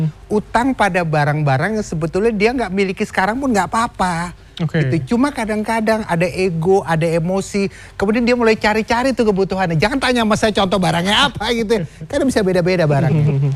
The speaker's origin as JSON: {"language": "Indonesian", "region": "Jabodetabek", "country": "Indonesia", "said": "Hobi kita orang Jabodetabek atau dimanapun di kota besar, setiap kali long weekend sukanya ngapain?"}